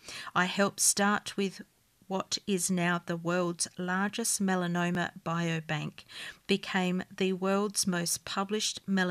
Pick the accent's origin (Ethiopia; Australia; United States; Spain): Australia; Tasmania; my amazing online community which spans many countries, and of course my hometown Tasmanians.